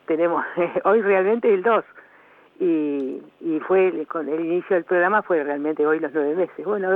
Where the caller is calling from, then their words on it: Chascomús, Buenos Aires Province, Argentina; de Chascomús.